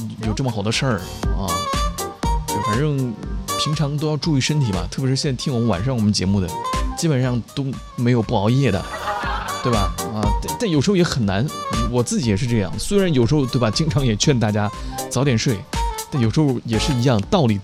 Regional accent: Yueyang, Hunan, China; born or raised there

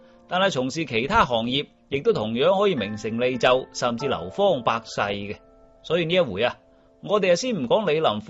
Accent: China; 不过大家知啦，我哋中国人啲老祖宗日子系过得好讲究嘅

